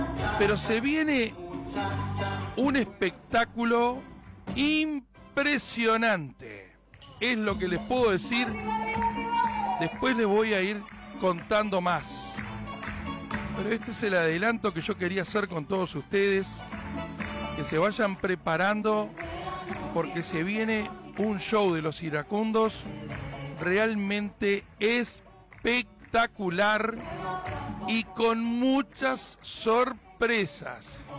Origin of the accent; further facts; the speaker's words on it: Uruguay; mi barrio natal, barrio Pueblo Nuevo